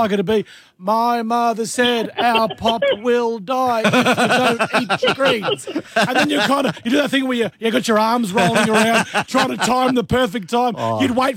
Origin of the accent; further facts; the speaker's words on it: Australia; it was a rite of passage as an Australian child to smash your face into that steel frame, wasn't it, Loretta?